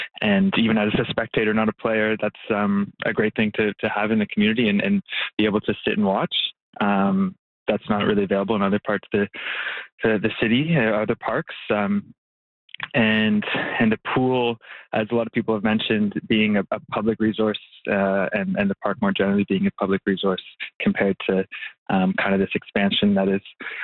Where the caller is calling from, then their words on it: Montreal, Quebec, Canada; Well, I don't actually live in Longueuil. I live in Little Italy, but I'm calling from Longueuil today. But I work out here.